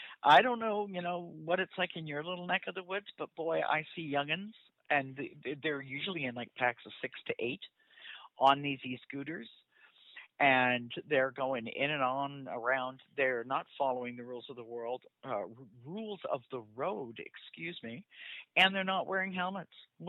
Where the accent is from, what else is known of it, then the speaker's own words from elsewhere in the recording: Vancouver, British Columbia, Canada; I grew up on Kit's pool because I grew up in Kit's.